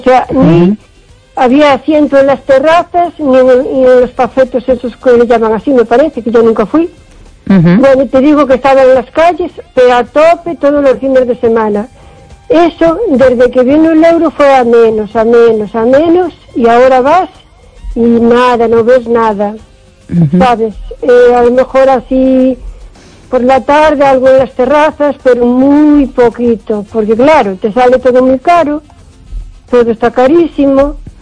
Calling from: O Carballiño, Galicia, Spain; de Carballiño.

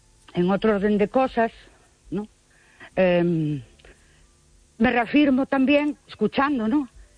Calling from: Ourense, Galicia, Spain; Buenas noches … de Ourense.

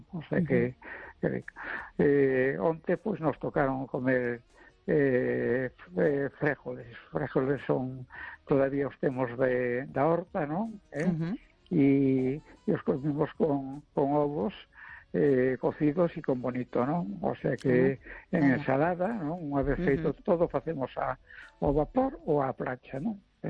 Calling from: A Coruña, Galicia, Spain; Soy … de Esta Coruña.

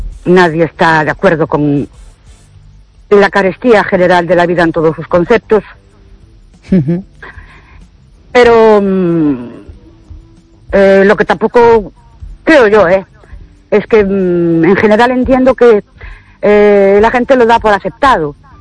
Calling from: Ourense, Galicia, Spain; Buenas noches … de Urense.

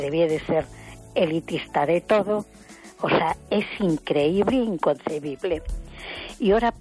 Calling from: A Coruña, Galicia, Spain; de Coruña.

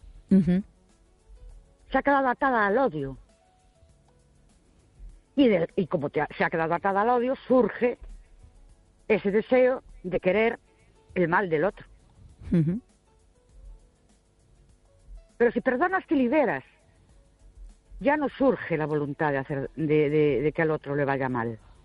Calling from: Ourense, Galicia, Spain; Buenas noches … de Orense.

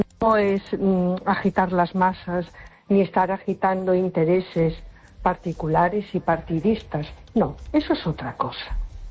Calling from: A Coruña, Galicia, Spain; de Coruña.

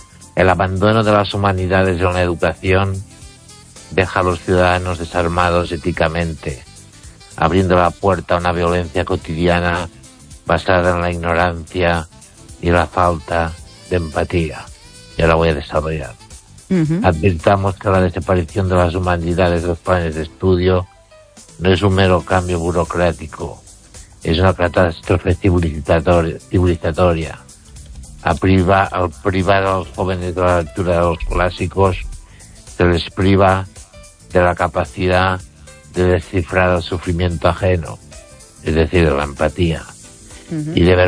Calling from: Ourense, Galicia, Spain; de Orense.

